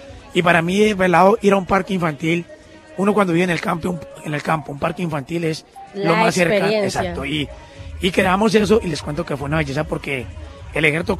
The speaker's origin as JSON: {"language": "Spanish", "town": "Buga", "region": "Valle del Cauca", "country": "Colombia", "tie": "born or raised there", "said": "Una vez de niño salí de Buga, dale la vuelta al lago Calima corriendo y volví"}